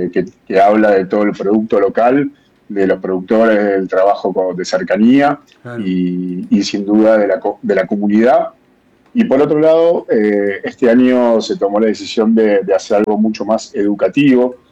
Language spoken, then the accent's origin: Spanish; Buenos Aires, Argentina; moved away as an adult; now in Mendoza, Argentina; yo soy de Buenos Aires, hace 11 años que estoy aquí